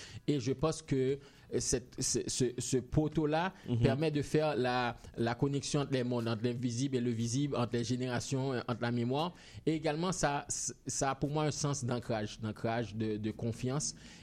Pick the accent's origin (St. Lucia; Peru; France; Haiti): Haiti; Parce qu'on est haïtien, on a un vécu culturel qu'on ne peut pas effacer.